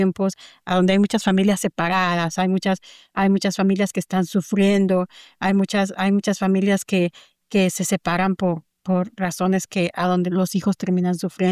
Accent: Mexico; now in United States; ¿se te olvida que hoy estás con los mexicanos?

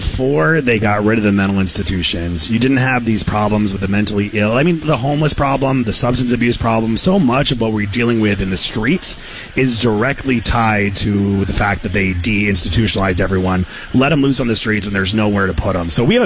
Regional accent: Maine, United States; And no, I'm from Maine. I'm from Maine. We don't say Woburn.

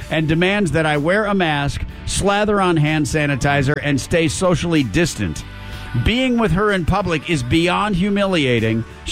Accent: Kazakhstan; I have Asian features, but I'm from Kazakhstan. Which is a former Soviet country and part of Asia.

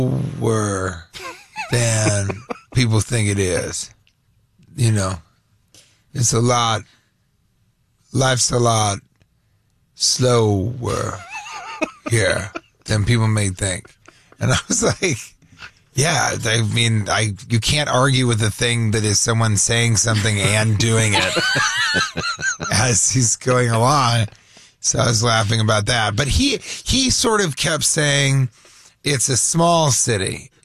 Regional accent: Denver, Colorado, United States; Denver's becoming, you know, and I grew up there.

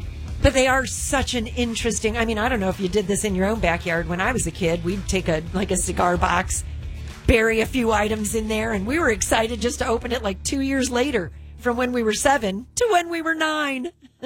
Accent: Indiana, United States; now in Virginia, United States; Indiana, my home state

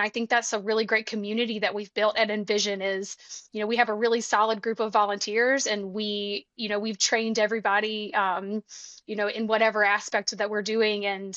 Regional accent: Alabama, United States

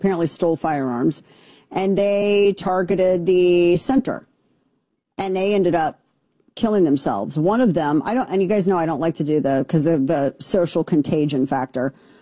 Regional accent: Missouri, United States; born there; my home state, show me state of Missouri

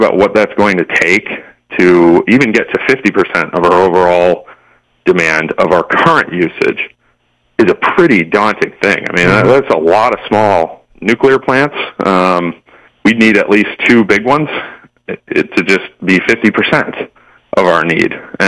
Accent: New Hampshire, United States; well, I am from New Hampshire.

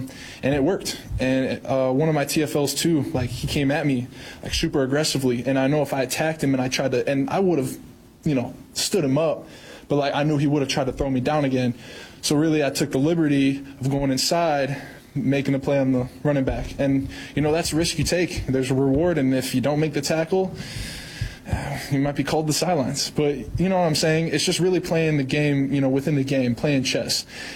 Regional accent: Michigan, United States; Like, I'm from Michigan, so like Ford Field is decently big.

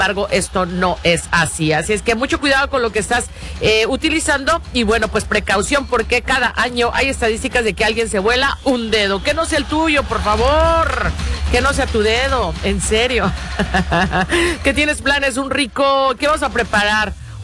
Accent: Jalisco, Mexico

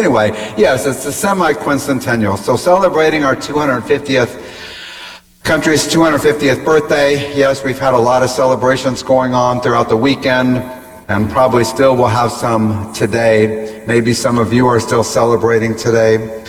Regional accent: United States

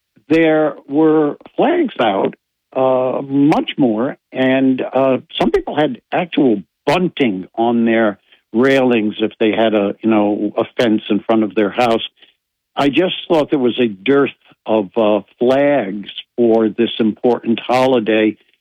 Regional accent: Bayonne, New Jersey, United States; I grew up back in the 50s in Bayonne, New Jersey. Wonderful little town. Well, it's not that little.

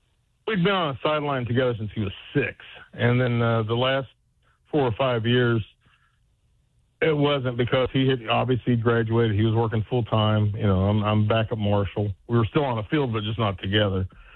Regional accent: Lavalette, West Virginia, United States; I'm from Lavalette, which is just north of Wayne.

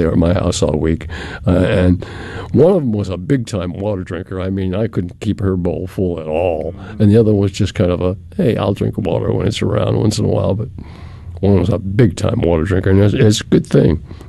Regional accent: Massachusetts, United States; Just as I grew up in Massachusetts, I was accustomed to the cold.

